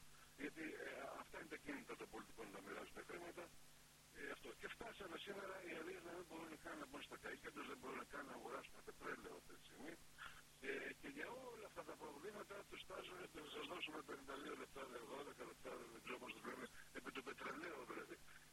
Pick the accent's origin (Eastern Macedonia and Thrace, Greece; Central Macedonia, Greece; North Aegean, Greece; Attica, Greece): North Aegean, Greece; Ikaria; εγώ τώρα είμαι από την Ικαρία, ταξιδεύω στον Αιγαίο πόσα χρόνια εδώ πέρα.